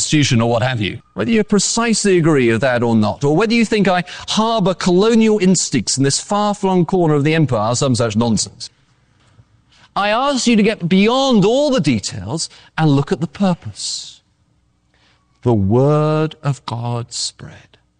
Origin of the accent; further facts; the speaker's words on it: England, United Kingdom; you won't get all this because after all, I am English. This is a sort of English context joke.